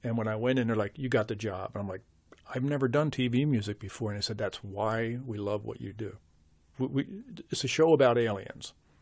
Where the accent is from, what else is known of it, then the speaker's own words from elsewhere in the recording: New Jersey, United States; moved away; I'm from New Jersey.